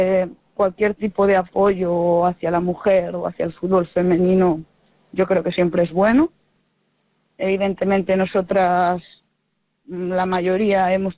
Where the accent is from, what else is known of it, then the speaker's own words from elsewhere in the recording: Tui, Galicia, Spain; Recuerdos, la verdad, sobre todo en mi tierra, en Tui, porque fueron quienes me dieron la oportunidad de poder jugar al fútbol, que empecé muy pequeñita en Tui